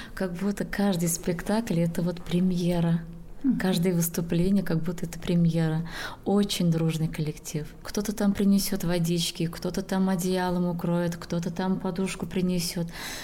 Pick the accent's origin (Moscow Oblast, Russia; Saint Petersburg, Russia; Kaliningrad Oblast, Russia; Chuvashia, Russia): Chuvashia, Russia; У нас ни один праздник не проходит без песен чувашских, без танцев.